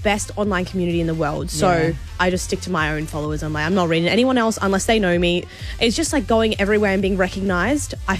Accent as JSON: {"language": "English", "country": "Australia", "said": "She lived an hour away from me."}